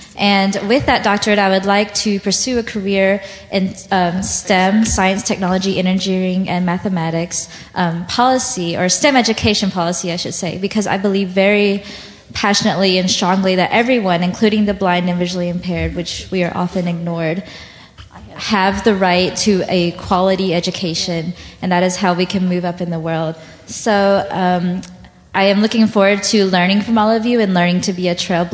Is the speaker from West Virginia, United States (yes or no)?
no; Alabama, United States; now in Tennessee, United States; I'm actually from Alabama. Alabama represent.